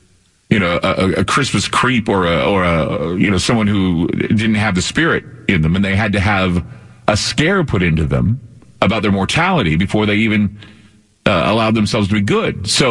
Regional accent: Switzerland; also born or lived in Germany; now in Utah, United States; But see, our family is, you know, Swiss, and then of course we came from Switzerland, and then we moved to Zurich, and then we moved to Germany. And from Germany we came to the United States, and from the United States we came to Utah

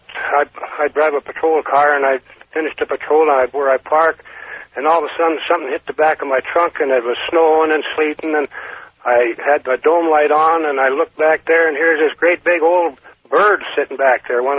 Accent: Carson City, Nevada, United States; from Carson City.

